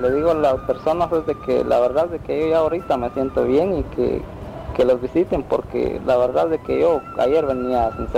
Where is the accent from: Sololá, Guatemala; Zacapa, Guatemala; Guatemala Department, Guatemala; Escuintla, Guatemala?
Escuintla, Guatemala; Guanagazapa; La finca El Refugio, municipio de Guanagazapa.